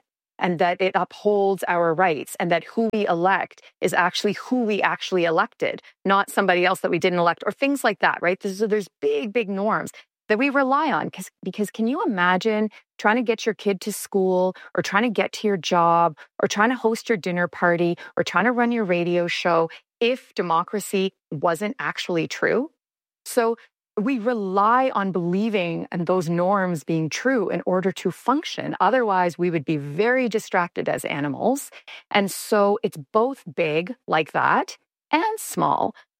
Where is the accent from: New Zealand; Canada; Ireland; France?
Canada; So I would have never thought I'm a Canadian. I would have never thought that our relationship with the U.S. would become destabilized.